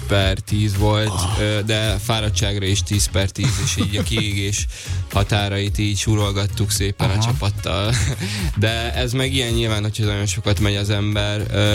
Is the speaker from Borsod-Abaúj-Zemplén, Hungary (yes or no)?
no; Debrecen, Hajdú-Bihar, Hungary; Így van, szülővárosomból.